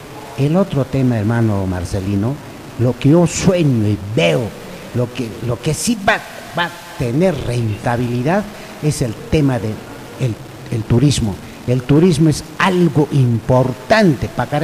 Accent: Cusco, Peru; Yo me he curado con la tuna de mi tierra.

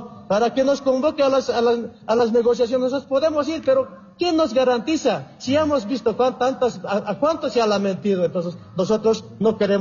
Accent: Bolivia; Nosotros somos pueblo boliviano también

